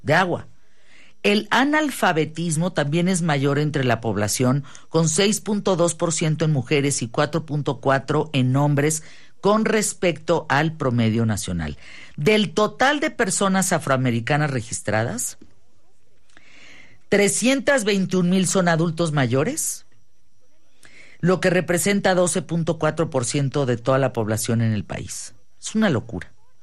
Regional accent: Mexico

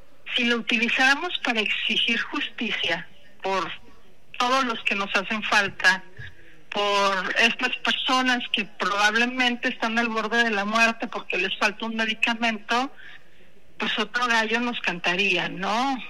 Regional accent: Mexico

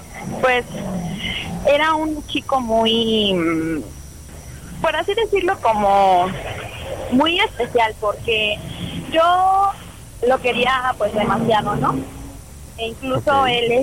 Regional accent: State of Mexico, Mexico; Tengo 33 años y soy del Estado de México.

